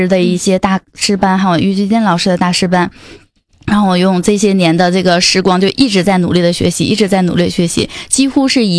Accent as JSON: {"language": "Chinese", "region": "Northeast China", "country": "China", "said": "因为我们就是东北这边的学生"}